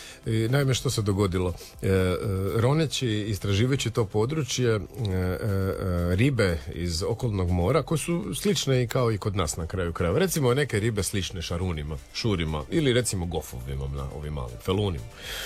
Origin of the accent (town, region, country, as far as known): Croatia